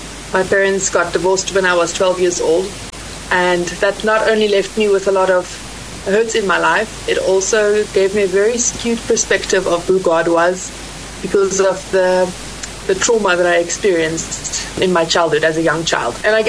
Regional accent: South Africa; like Rob said, and I'm South African. I grew up in the beautiful Drakensberg Mountains.

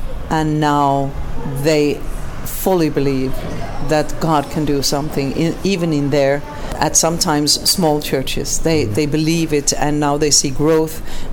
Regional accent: Sweden; moved away; I'm from Sweden and he's from Denmark.

